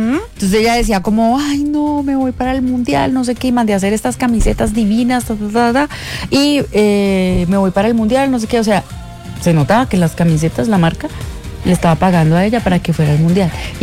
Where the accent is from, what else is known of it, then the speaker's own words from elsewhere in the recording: Villavicencio, Meta, Colombia; now in Bogotá, Colombia; yo soy de Villavicencio, pero yo amo Bogotá, y no es que Bogotá es mi ciudad, mejor dicho. Yo soy una rola chiviada.